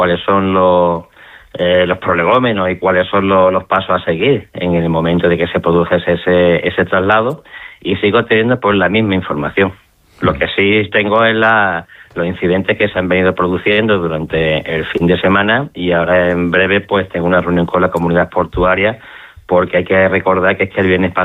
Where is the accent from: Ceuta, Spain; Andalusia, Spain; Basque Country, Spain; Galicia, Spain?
Ceuta, Spain; parece aquí que al final es el presidente Viva o somos los ceutíes los responsables